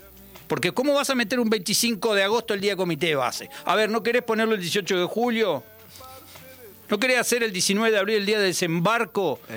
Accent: Uruguay; Somos uruguayos.

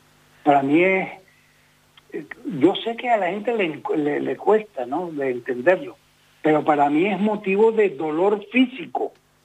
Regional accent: Venezuela; A mí, como venezolano, me ponen los pelos de punta

